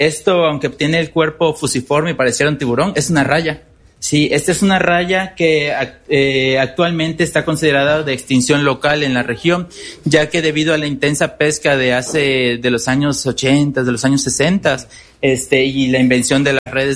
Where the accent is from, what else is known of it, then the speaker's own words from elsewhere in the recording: Campeche, Mexico; De donde yo soy, que es igual donde estamos en la Laguna de Términos, era un área por excelencia, porque tiene aguas salobres, gran cantidad de manglar, poca profundidad